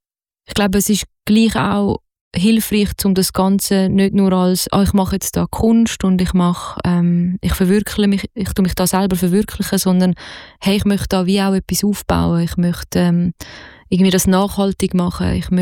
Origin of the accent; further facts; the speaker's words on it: Zurich, Switzerland; Also natürlich, ich meine, ich bin aus Zürich, aber ich glaube grundsätzlich, also ich höre ja auch Mundart mit anderem Dialekt